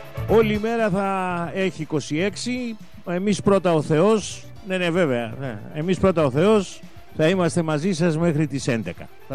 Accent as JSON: {"language": "Greek", "town": "Nafpaktos", "region": "Western Greece", "country": "Greece", "tie": "born there", "moved": "yes", "lives_now": "Patras, Greece", "said": "Καλημέρα στην Αύπακτο, τη γενέτειρά μου, την αρχόντισσα του Κορινθιακού, την Πανέμορφη."}